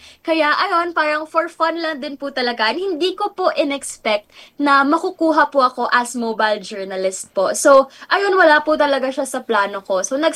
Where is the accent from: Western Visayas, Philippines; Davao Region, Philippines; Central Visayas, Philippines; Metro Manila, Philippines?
Metro Manila, Philippines; Manila; So kahit na artista po ako dati and talagang sa Manila po ako lumaki, parang nung umuwi po ako dito, mas nasanay na akong mag-Bisaya.